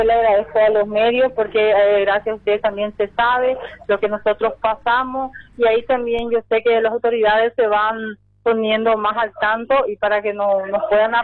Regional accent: Paraguay; born there; yo nací en Tengo San Miguel, tengo mi familia y tengo mis padres ahí

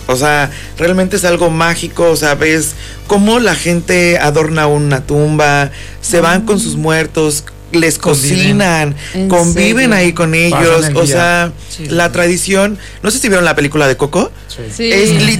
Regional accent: Mexico

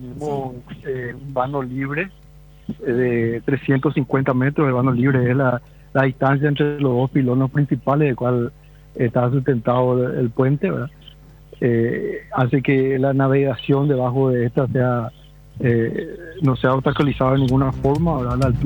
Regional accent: Asunción, Paraguay; Bueno, yo soy de Asunción, ¿verdad?

